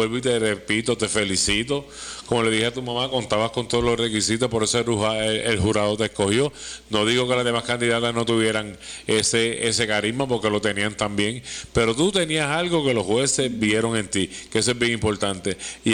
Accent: San Germán, Puerto Rico; es un orgullo para nuestro pueblo de San Germán.

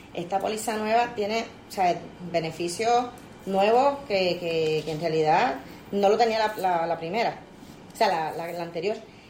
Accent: Ponce, Puerto Rico; yo vengo de Ponce. Llevo sobre 10 años en Cosby y viajando para acá

